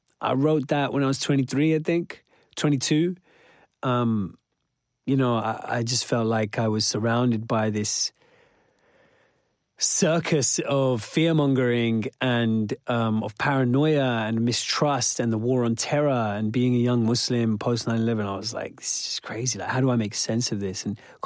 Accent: Wembley, London, United Kingdom; I grew up in the mid-90s in the UK. I grew up in Wembley.

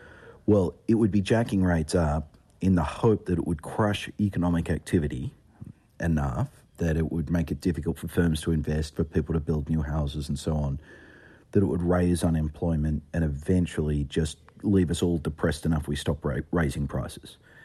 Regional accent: Australia; more functional democracy like my home country of Australia

